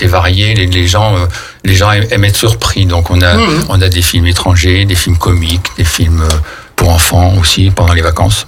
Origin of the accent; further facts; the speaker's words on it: Saint-Omer, Hauts-de-France, France; moved away; Je viens du Pas-de-Calais, en fait, donc... mais ça fait 45 ans que je suis dans la région.